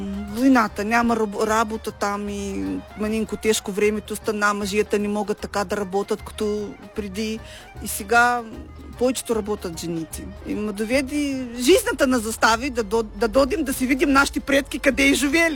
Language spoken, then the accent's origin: Bulgarian; Bessarabia, Ukraine; now in Bulgaria; Аз съм от Украина, бисарабска българка и много ми хареса тук в България.